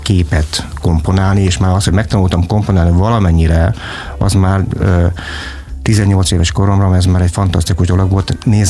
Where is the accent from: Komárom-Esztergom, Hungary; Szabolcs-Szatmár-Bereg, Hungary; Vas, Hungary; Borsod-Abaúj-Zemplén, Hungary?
Szabolcs-Szatmár-Bereg, Hungary; Ajak; népi hagyományrendszerben nőttem föl vidéken, Ajakon, ez Kisvárda mellett egy falu, akkor falu volt, most kisváros.